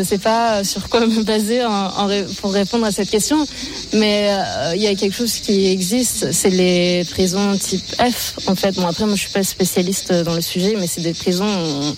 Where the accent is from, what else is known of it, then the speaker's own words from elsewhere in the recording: Turkey; moved away; je suis originaire de Turquie